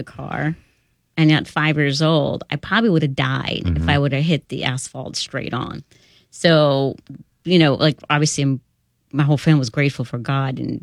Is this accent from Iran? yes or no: yes; Iran; moved away; when I was about 5 years old and, you know, I'm from Iran, so I was in Iran.